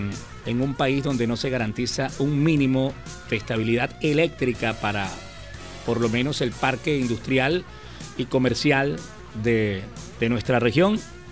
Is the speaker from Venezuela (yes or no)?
yes; Venezuela